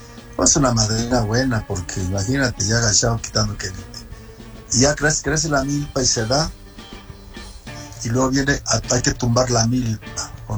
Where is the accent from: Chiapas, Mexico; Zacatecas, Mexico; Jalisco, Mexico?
Jalisco, Mexico; also born or lived in Lagos de Moreno, Jalisco; yo nací en Santa Anita, Jalisco, en un rancho, y casualmente había una escuela. A los 8 años mi papá nos traslada a otro rancho, donde ya no había escuelas, era como ahí puro campo, no había ni casa, o sea, completamente solo